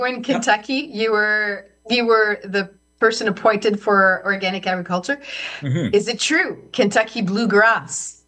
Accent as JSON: {"language": "English", "region": "Quebec", "country": "Canada", "tie": "born or raised there", "said": "I remember growing up in Quebec"}